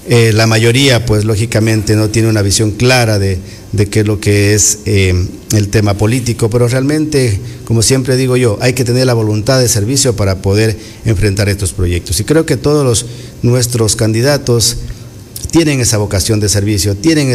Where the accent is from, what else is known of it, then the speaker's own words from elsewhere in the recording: Paquisha, Zamora-Chinchipe, Ecuador; somos de a pie, somos hijos de Paquisha.